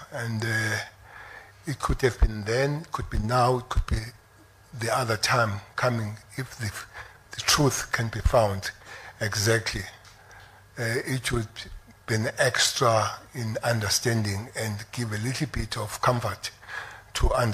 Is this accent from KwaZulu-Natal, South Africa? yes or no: yes; Durban, KwaZulu-Natal, South Africa; my house where I grew up in Lamontville, Mhlongo Road